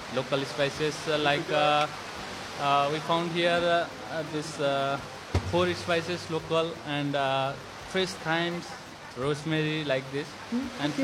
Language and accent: English; Nepal; English is a second language; moved away as an adult; now in Seychelles; Basically, I'm from Nepal.